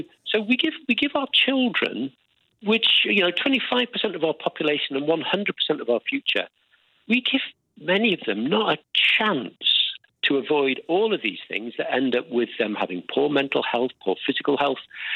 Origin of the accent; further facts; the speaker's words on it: Aberdeen, Scotland, United Kingdom; So I'm from Aberdeen